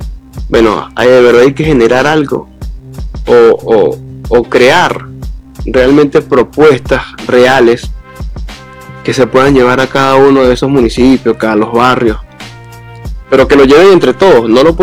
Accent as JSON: {"language": "Spanish", "region": "Barinas", "country": "Venezuela", "said": "yo soy de Barinas"}